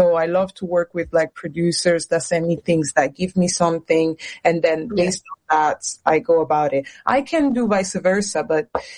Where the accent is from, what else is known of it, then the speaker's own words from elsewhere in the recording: Italy; moved away; growing up in Italy